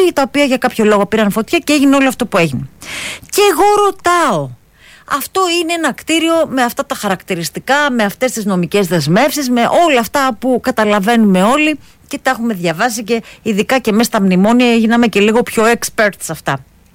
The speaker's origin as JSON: {"language": "Greek", "region": "Western Greece", "country": "Greece", "said": "επειδή κατά το ίμιση είμαι και από την Αχαΐα"}